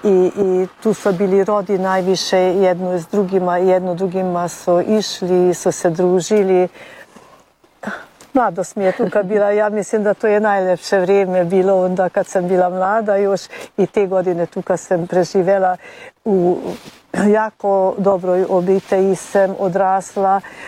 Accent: Martinci, Baranya, Hungary; moved away as an adult; now in Lukovišće, Hungary; Ja sam iz Martinaca rođena i držim se uvijek da sam ja Martinčanka, makar i u Lukovišću stanujem. Tamo smo se odselili zbog posla svojega, tako da tamo moramo živjeti. Ja sad već sama živim

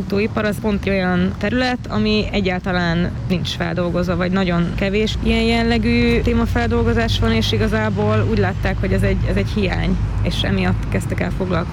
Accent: Hungary; Én egy eléggé elmaradott térségből származom, Tiszazugból.

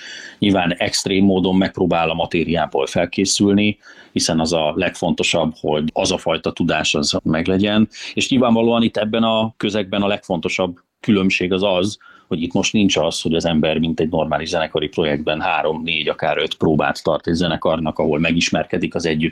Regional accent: Hungary

